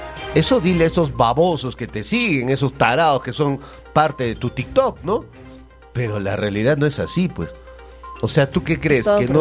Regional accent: Peru; moved away; Que me han hecho vivir y recordar a mi lindo Perú.

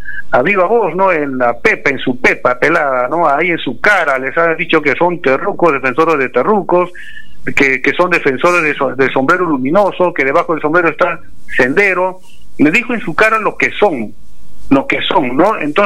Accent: Peru; como tantos peruanos responsables hemos escuchado el mensaje de la presidenta Keiko

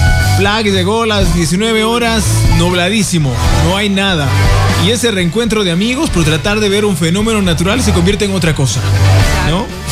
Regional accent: Ecuador; nosotros como ecuatorianos

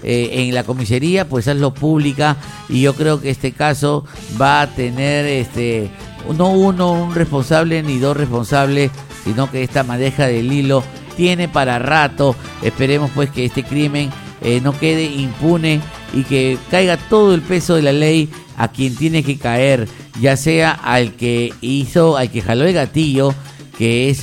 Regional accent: Peru; ciudadano responsable que somos todos los peruanos

